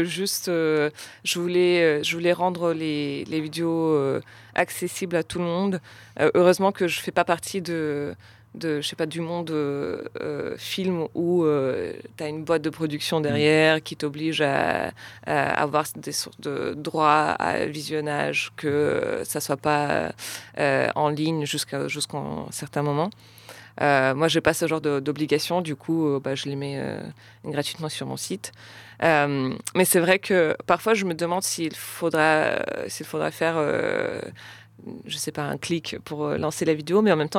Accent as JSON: {"language": "French", "country": "Russia", "tie": "born or raised there", "said": "Parce que moi, j'ai grandi en Russie et en Russie, c'était énorme."}